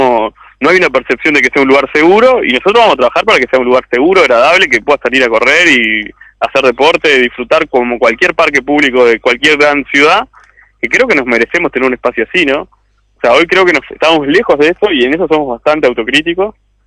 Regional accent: Canelones, Uruguay; Yo soy de Costa de Oro

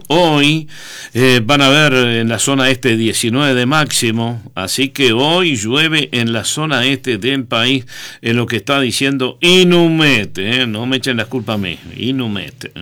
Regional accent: Uruguay

